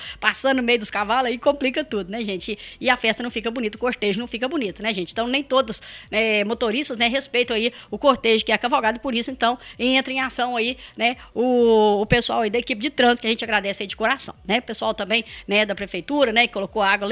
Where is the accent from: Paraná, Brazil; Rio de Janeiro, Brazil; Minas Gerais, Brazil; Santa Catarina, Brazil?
Minas Gerais, Brazil; Carmo do Cajuru; Eu falei, não, sou de Cajuru.